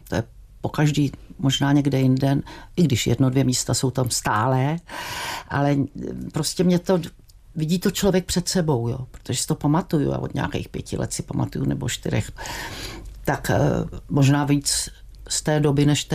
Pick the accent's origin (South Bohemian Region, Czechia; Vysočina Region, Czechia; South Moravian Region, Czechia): South Bohemian Region, Czechia; Strakonice; born there; now in Jeseníky, Czechia; Takže to asi tahle ta oblast, Vacovsko, Vimperk, Strakonice, to je, jsem se narodila ve Strakonicích, takže to je taková oblast, no.